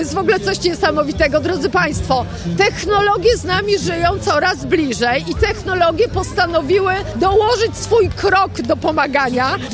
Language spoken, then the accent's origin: Polish; Kraków, Lesser Poland, Poland; Przecież my jesteśmy stąd, to wszystko w Krakowie się urodziło